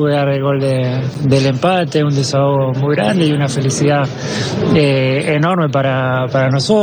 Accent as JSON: {"language": "Spanish", "country": "Argentina", "said": "lo que somos como argentinos, el orgullo que nos da, y nada, muy feliz."}